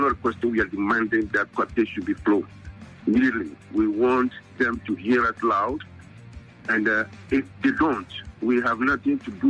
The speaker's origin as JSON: {"language": "English", "country": "Ghana", "said": "Ghana, we are fully independent from England."}